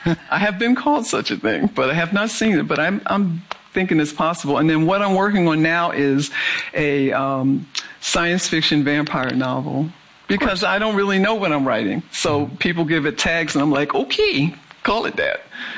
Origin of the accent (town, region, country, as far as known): Philadelphia, Pennsylvania, United States; born or raised there